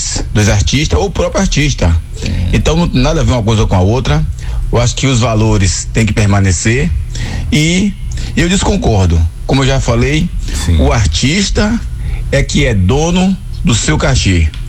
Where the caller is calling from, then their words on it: Ilhéus, Bahia, Brazil; tô falando aqui de Ilhéus, Bahia.